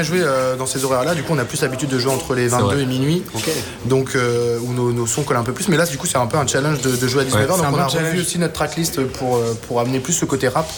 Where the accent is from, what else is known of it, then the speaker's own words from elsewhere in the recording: Brittany, France; on vient tous de l'Orient, de la Bretagne, donc que ce soit l'Orient, Guingamp, Rennes